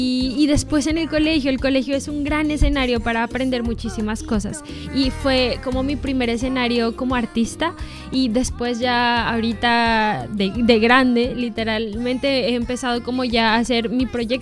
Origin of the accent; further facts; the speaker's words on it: Nariño, Colombia; moved away as an adult; now in Bogotá, Colombia; Soy de Nariño. Esta es como la frontera con Ecuador. Entonces, de verdad, hay muchísima influencia musical también.